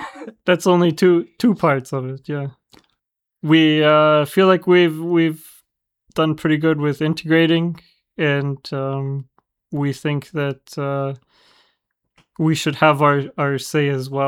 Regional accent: Canada; moved away as an adult; now in Germany; when you grow up where we grew up in Canada, it's very multicultural and accepting and open. And when we first moved to Germany and we lived in Dresden

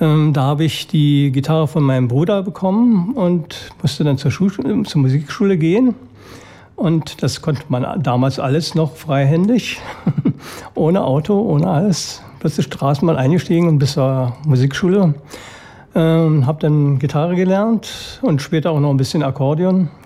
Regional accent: Bad Freienwalde, Brandenburg, Germany; also born or lived in Frankfurt (Oder); now in Brieskow-Finkenheerd, Germany; Ja, ich komme ursprünglich aus Bad Freienwalde, aber ich bin seit 1957 mit Frankfurt-Oder sehr eng verbunden, erst hierher gezogen. Und jetzt allerdings vor ein paar Jahren bin ich nach Briesko-Finkenheit gezogen.

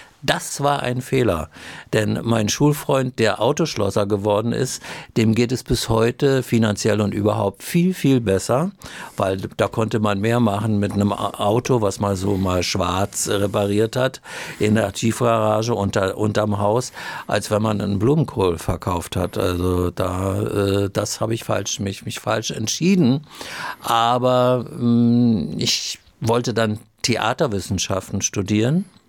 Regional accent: Neustrelitz, Mecklenburg-Vorpommern, Germany; born there; 1946 wurde ich geboren in Neustrelitz in Mecklenburg. Fürstenberger Straße 12, eine Hausgeburt, ein Frühchen.

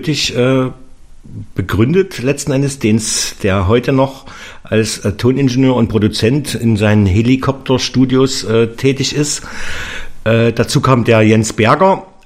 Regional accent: Radebeul, Saxony, Germany; Ich komme ja aus Radebeul

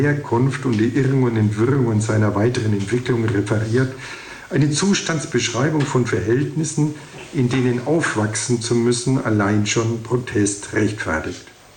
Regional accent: Alfeld, Lower Saxony, Germany; als ich in meiner Heimatstadt Ahlfeld im Jahre 1961 die Junge Union gründete.

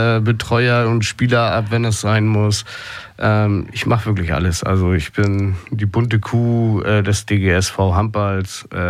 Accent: Schleswig-Holstein, Germany; Ich bin aus Schleswig-Holstein

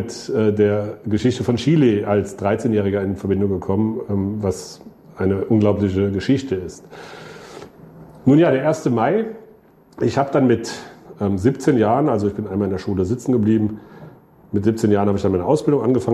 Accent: Krefeld, North Rhine-Westphalia, Germany; also ich komme aus Krefeld

